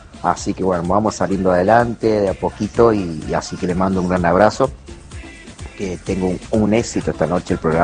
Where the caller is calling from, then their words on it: Villa Mercedes, San Luis, Argentina; lo estoy escuchando en la radio, soy de Villa Mercedes.